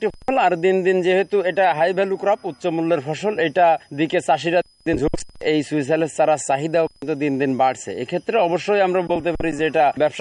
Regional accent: Dumuria, Khulna Division, Bangladesh; আমার বাড়ি খুলনা জেলা ডুমুরিয়া উপজেলা।

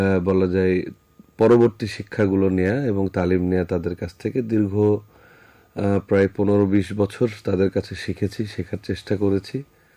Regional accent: Rajshahi, Rajshahi Division, Bangladesh; also born or lived in Bogura / Chapai Nawabganj; বগুড়া, তারপরে রাজশাহী, চাঁপাই নবাবগঞ্জ, এই এলাকাগুলোতে আমার লেখাপড়া বা বেড়ে ওঠা। বাট আমার গ্রামের বাড়ি পাবনাতে

